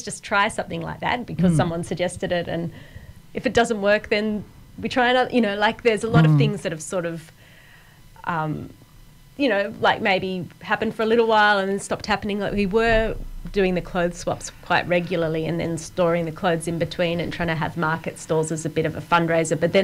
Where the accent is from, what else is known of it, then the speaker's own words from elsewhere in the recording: Bega, New South Wales, Australia; moved away as an adult; I lived here till I was 18, and then mm-hmm. I moved away to go to art school